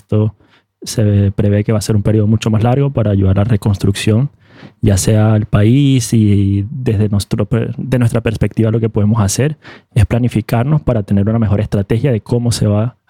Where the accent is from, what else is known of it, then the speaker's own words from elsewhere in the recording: Venezuela; now in Norway; Como venezolano, muy triste, o sea, con impotencia, con frustración, muchos sentimientos encontrados y tratando desde aquí, desde Noruega, apoyar con un granito de arena, con lo que se pueda, Venezuela.